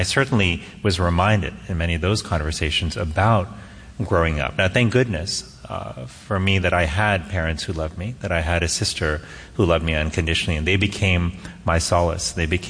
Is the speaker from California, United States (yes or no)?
no; Miami, Florida, United States; Miami, Florida, which is where I grew up, although I must tell you, so many times when people realize that I was born in Miami and brought up in Miami, they say, you don't really look like someone who's from Miami.